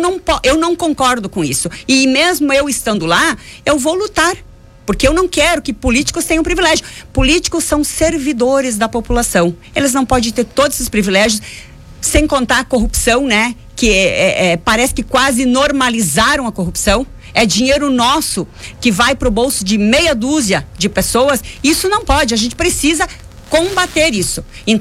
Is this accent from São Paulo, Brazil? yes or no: no; Alpestre, Rio Grande do Sul, Brazil; moved away as an adult; now in Farroupilha, Brazil; Eu sou de Alpestre, no norte do Rio Grande do Sul.